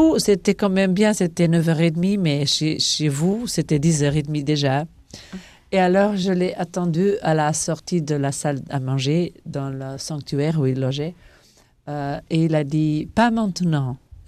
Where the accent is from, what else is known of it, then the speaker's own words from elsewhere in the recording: Portugal; Oui, absolument. Il n'y a pas beaucoup de portugaises ici.